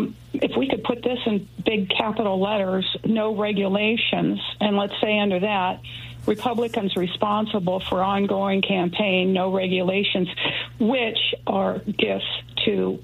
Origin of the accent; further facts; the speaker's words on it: Iowa, United States; I am a former Iowan myself. I grew up in Iowa.